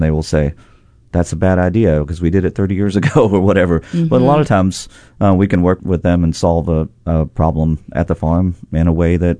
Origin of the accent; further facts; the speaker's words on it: Kentucky, United States; but I grew up in Kentucky fixing old cars and old buildings and stuff.